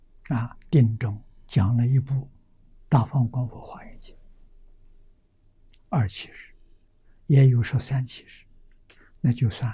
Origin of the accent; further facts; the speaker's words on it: China; 我们中国人称玉皇大帝啊